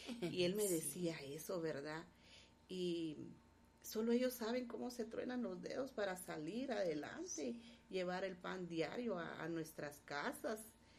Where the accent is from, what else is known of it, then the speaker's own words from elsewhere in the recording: Guatemala; como chapines que somos